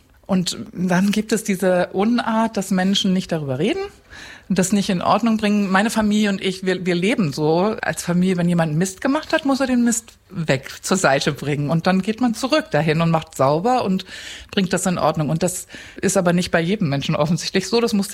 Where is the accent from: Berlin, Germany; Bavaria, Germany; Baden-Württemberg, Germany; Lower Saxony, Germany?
Lower Saxony, Germany; Cuxhaven; born or raised there; also born or lived in Hamburg